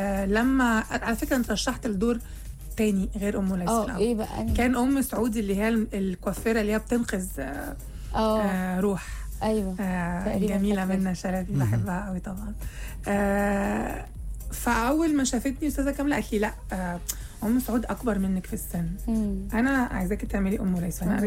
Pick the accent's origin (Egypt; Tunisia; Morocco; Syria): Syria; انا برضو بعمل، يعني انا سورية وبعمل الدور ده